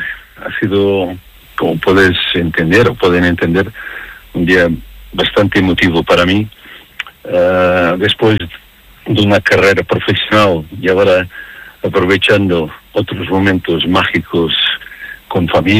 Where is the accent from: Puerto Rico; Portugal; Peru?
Portugal; Spanish is a second language; now in Torrelavega, Spain; me siento como si Torrelavega forma parte de mí, y siendo portugués eso también me da un chute de alegría